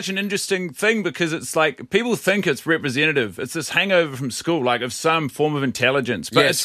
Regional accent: New Zealand; I am a Kiwi.

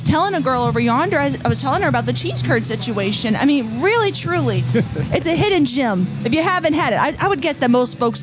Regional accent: Kentucky, United States; So I grew up in Kentucky.

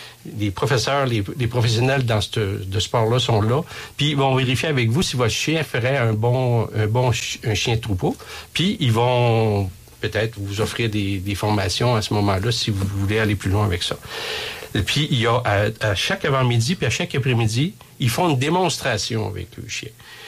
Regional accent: Quebec, Canada; Mais nous, on est Québécois, on a transformé

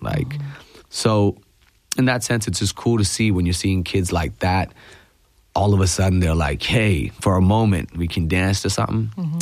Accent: India; first language Malayalam; English is a second language; we're out there in Mumbai, we're out there in Bangalore, which people don't speak Malayalam, which is my native tongue

